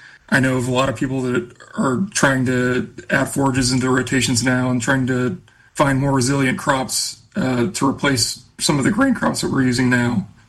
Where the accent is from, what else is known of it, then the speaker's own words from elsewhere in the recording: Kansas, United States; I grew up in Scott County on a farm that had a wheat, grain, sorghum, fallow rotation.